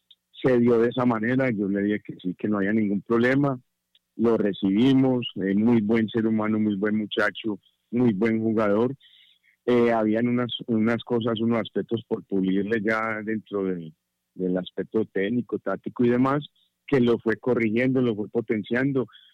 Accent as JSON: {"language": "Spanish", "town": "Medellín", "region": "Antioquia", "country": "Colombia", "tie": "born or raised there", "moved": "yes", "said": "Sí, yo soy nacido en Medellín, Antioquia, en una comuna que es el barrio Campo Valdés, y allá pues me nací, me crié, y es donde pertenezco"}